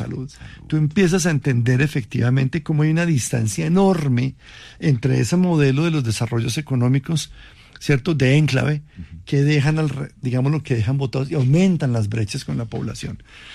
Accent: Colombia; nosotros como colombianos

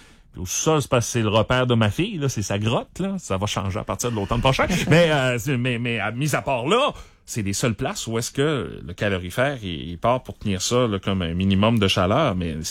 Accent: Rimouski, Quebec, Canada; J'ai grandi à Pointe-au-Père, puis à Rimouski-Est.

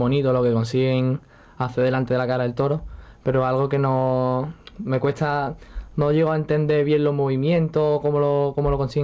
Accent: Ronda, Andalusia, Spain; born there; voy a ronda con mucha ilusión y con muchas ganas, porque es mi pueblo

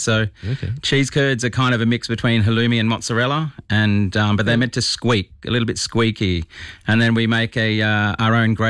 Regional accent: Australia; So my background is mum is Chinese Indonesian, and my dad was English Swedish.

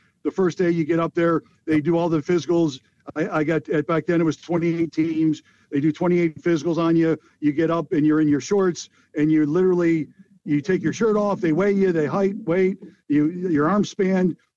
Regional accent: Chicago, Illinois, United States; I really didn't know much about, the Eagles growing up in Chicago, NFC Central. I was growing up as a Bears fan.

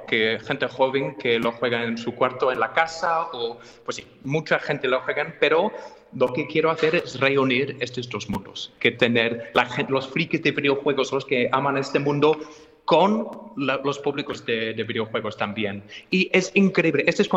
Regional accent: England, United Kingdom; Spanish is a second language; now in Spain; Yo soy de Inglaterra, pero me siento muchísimo mejor como español adoptado, ¿vale?

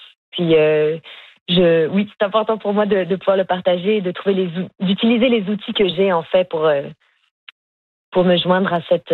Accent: Montreal, Quebec, Canada; J'ai grandi au Québec et puis et à Montréal, en fait

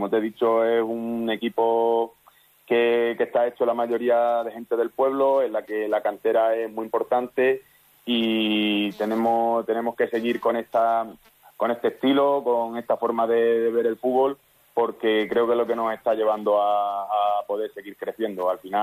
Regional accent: Extremadura, Spain; toda mi carrera deportiva está siendo aquí, en mi pueblo, en mi equipo

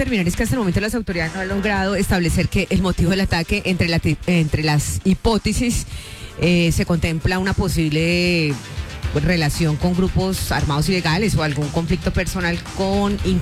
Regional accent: Restrepo, Meta, Colombia; varios conjuntos residenciales de mi pueblo lindo Restrepo.

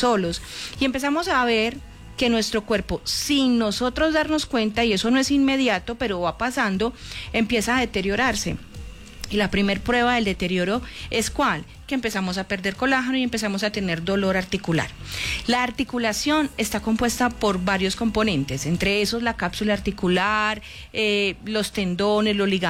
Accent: Colombia; Hágale, pues es que somos colombianos y vamos a vibrar con el fútbol.

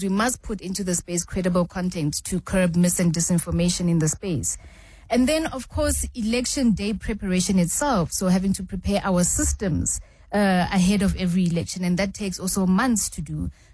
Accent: Ga-Rankuwa, Gauteng, South Africa; I grew up at a time when 702 was a smaller radio station, and I lived in Garankuwa. I grew up in Garankuwa, for instance.

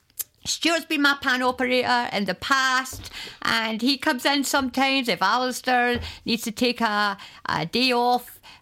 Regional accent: Scotland, United Kingdom

